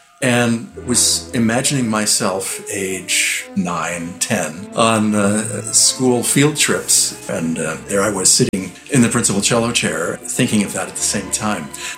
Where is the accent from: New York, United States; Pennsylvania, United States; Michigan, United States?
New York, United States; I had grown up in the area